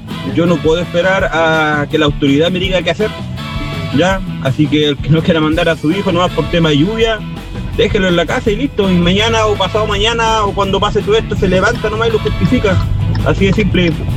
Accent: Talcahuano, Biobío, Chile; yo soy de Talcahuano

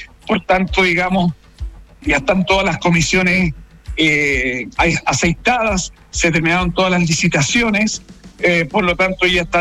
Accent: Chile

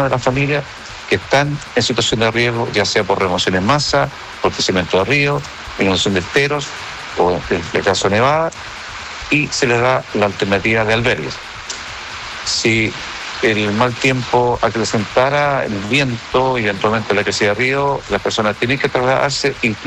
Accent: Chile; lo que demuestra que en los momentos de crisis nos unimos como chilenos

